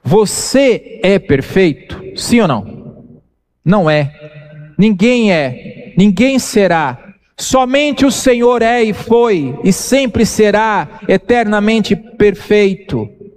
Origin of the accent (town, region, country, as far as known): Brazil